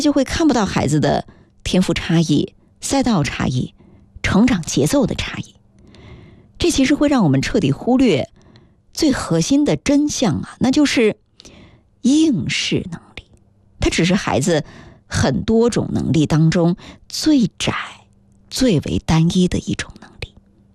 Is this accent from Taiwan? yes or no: no; China; 我们中国人